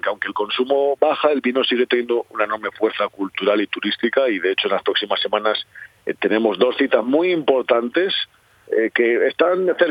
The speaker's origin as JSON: {"language": "Spanish", "town": "Toro", "region": "Castile and León", "country": "Spain", "tie": "born or raised there", "said": "Bueno, pues la de mi pueblo, la de Toro."}